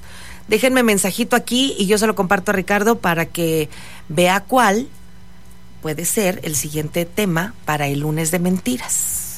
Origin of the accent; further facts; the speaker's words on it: Mexico; Así somos los mexicanos.